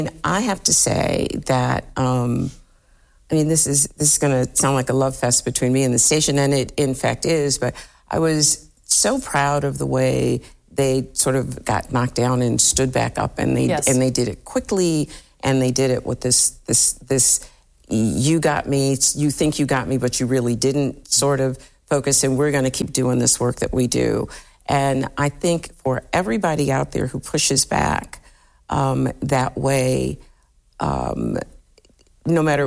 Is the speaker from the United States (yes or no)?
yes; Louisville, Mississippi, United States; born there; I was born in a little town in Mississippi called Louisville, Mississippi. It's so small, in fact, that the streets.